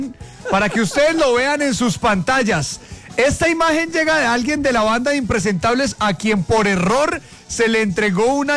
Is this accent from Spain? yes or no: no; Colombia